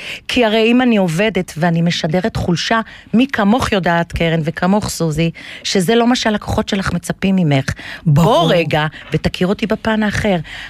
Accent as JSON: {"language": "Hebrew", "town": "Tiberias", "region": "Northern District", "country": "Israel", "tie": "born there", "also_born_or_lived": "London", "moved": "as an adult", "said": "נולדתי בטבריה"}